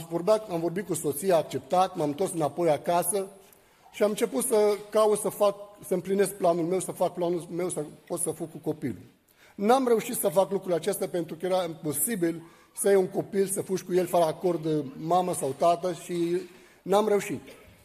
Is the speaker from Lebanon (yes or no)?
yes; Lebanon; moved away as an adult; now in Bucharest, Romania; sunt din Liban, m-am născut într-o familie de musulmani